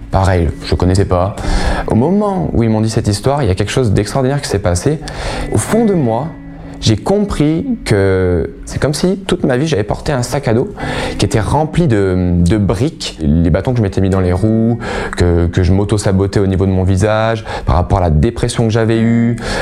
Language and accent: French; Oyonnax, Auvergne-Rhône-Alpes, France